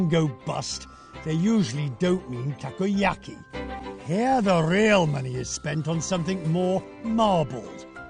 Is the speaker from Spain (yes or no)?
no; United Kingdom; After all, I'm British.